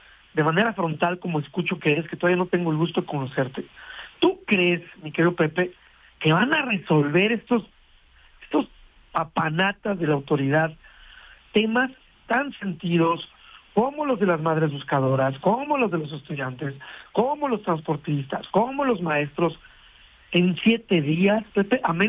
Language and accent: Spanish; Mexico City, Mexico; Yo soy chilango 100%